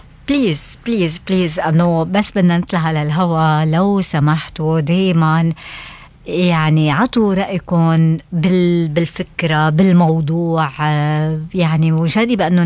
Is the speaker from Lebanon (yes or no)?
yes; Lebanon; عنا بلبنان